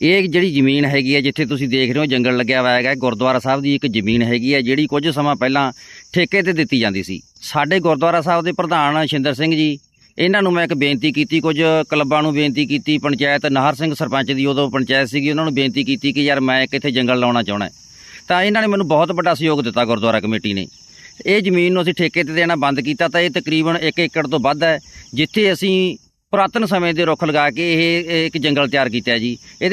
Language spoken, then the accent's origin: Punjabi; Shergarh, Punjab, India; ਮੇਰੇ ਪਿੰਡ ਦੇ ਟਿੱਬੇ ਮੈਨੂੰ ਅੱਜ ਵੀ ਯਾਦ ਆਉਂਦੇ ਆ, ਜਦੋਂ ਮਿੰਨਾ ਮਿੰਨਾ ਰੇਤਾ ਉੱਡ ਕੇ ਅਤੇ ਸਾਡੇ ਉੱਪਰ ਪੈਂਦਾ ਸੀ ਅਤੇ ਅਸੀਂ ਜਾ ਕੇ ਟਿੱਬਿਆਂ ਦੇ ਉੱਪਰ ਖੇਡਦੇ ਸੀਗੇ।